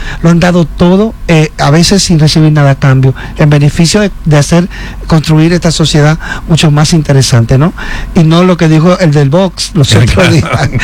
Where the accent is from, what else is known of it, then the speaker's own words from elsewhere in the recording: Samaná, Dominican Republic; Oye, yo soy dominicano, Xiomara, pero yo soy de Samaná, yo he comido yaniqueque.